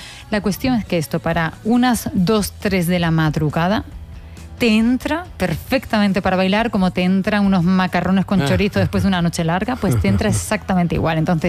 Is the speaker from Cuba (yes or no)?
no; Los Silos, Canary Islands, Spain; De un pueblo casualmente donde me crié, de Los Silos en Tenerife.